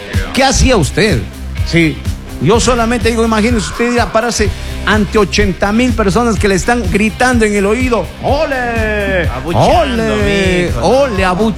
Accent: Ecuador; Soy ecuatoriano.

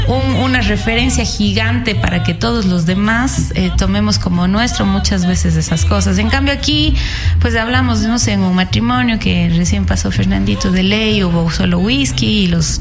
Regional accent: Ecuador

